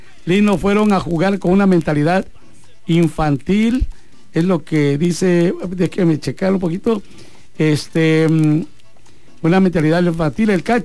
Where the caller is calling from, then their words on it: Pichucalco, Chiapas, Mexico; de Pichucalco, Chiapas.